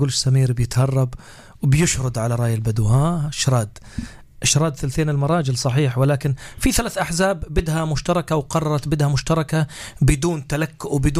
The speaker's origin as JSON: {"language": "Arabic", "country": "Palestine", "said": "بس شوف بدي أقول لك، أنا فلسطيني بنهاية الأمر، أنا بقدرش أفوت بحكومة ويتلوث تاريخي، مش ممكن، مش ممكن"}